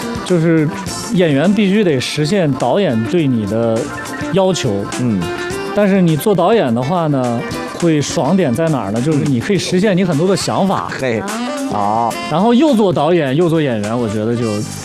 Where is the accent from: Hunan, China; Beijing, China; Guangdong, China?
Hunan, China; Changsha; 我是湖南人，湖南长沙，就湖南长沙，想当年我那个时候，普通话标准的罕见，你知道吗？因为我们家北方过来的嘛，所以说我普通话还可以。